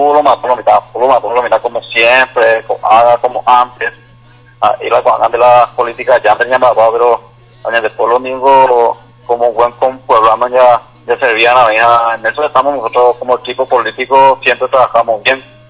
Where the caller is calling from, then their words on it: Paraguay; como buen paraguayo